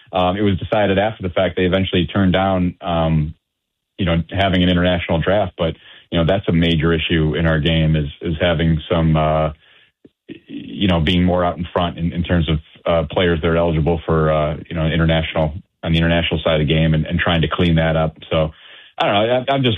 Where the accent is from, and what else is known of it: Cleveland, Ohio, United States; born or raised there